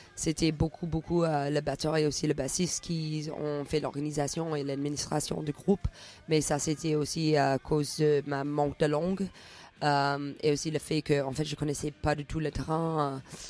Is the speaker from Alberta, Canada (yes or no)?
yes; Edmonton, Alberta, Canada; moved away as an adult; also born or lived in Montréal; En fait, j'ai quitté Edmonton à l'âge de 18 ans.